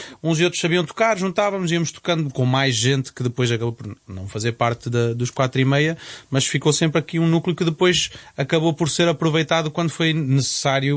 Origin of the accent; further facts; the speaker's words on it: Coimbra, Centro, Portugal; Eu sou um dos poucos representantes de Coimbra.